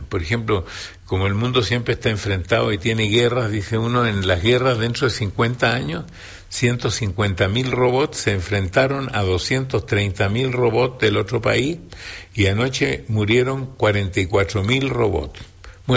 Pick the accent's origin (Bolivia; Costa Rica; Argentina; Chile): Chile; cada vez que ha habido una necesidad yo he venido porque yo soy chileno.